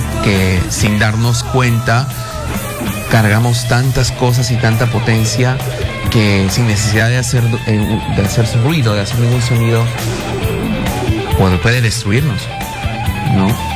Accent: Arequipa, Peru; Yo, yo soy de Arequipa.

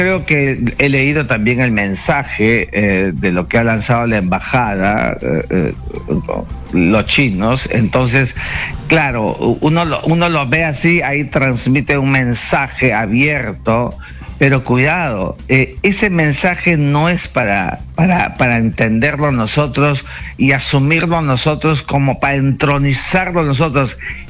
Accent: Peru

